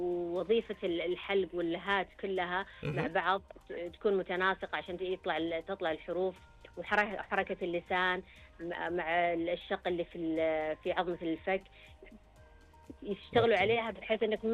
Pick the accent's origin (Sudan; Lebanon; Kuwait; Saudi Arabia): Saudi Arabia; احنا عندنا في السعوديه هنا اطباء كثير مؤهلين